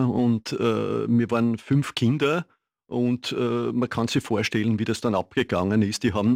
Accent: Burgenland, Austria; ja, war ja das Seminar nicht weit weg von meiner Heimatgemeinde. Wenn ich dort rausgeschaut habe aus dem Fenster, ja, da habe ich am Horizont die Sieggrabener Berglandschaft gesehen.

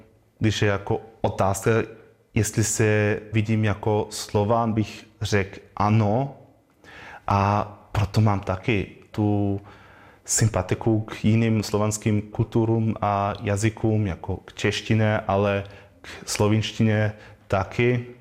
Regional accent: Burgenland, Austria; first language German and Croatian; Czech is a second language; also born or lived in Vienna, Austria; Narodil jsem se ve Vídně, ale moja mamka je Chorvatka z Burgenlandu a moje tatínek je no, Rakoušan z Dolního Rakouska. Takhle vyrostl jsem s oběma jazyky, jako s němčinou a s chorvatštinou a pro mě to od začátku bylo normálně a cítím se i jako Chorvat

